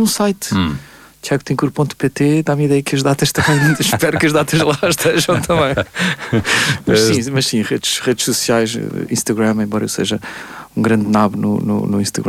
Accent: Coimbra, Centro, Portugal; primeira apresentação deste álbum foi em Coimbra, São Francisco, no Convento de São Francisco, uhum. na minha cidade natal.

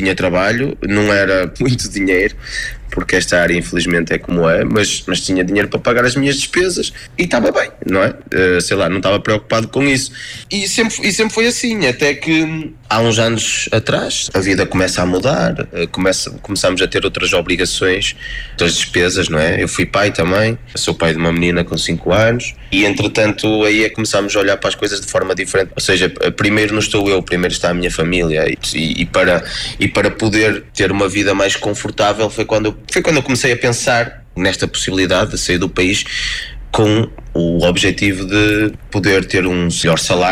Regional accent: Portugal; moved away as an adult; now in United Arab Emirates; eu sou muito português e eu adoro Portugal

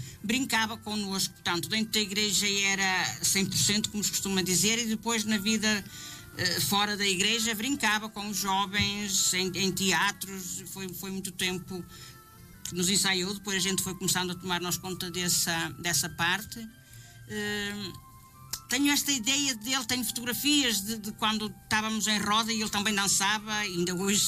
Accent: Norte, Portugal; born there

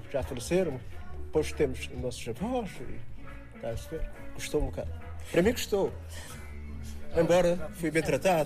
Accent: Cape Verde; now in Portugal; Não deixámos ser de cabardeados, somos de Cabo Verde, mas conservamos na cidade portuguesa.

